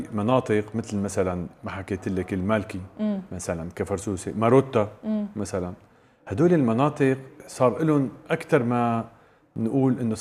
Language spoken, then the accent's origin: Arabic; Syria; أنا لما نحكي كسوري